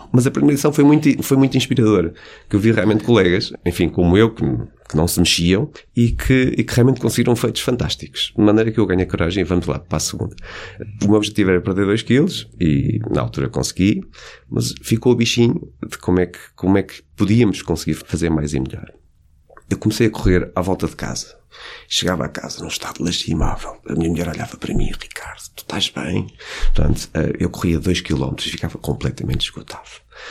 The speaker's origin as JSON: {"language": "Portuguese", "town": "Nazaré", "region": "Centro", "country": "Portugal", "tie": "born or raised there", "said": "a meia maratona de Nazaré, minha terra natal."}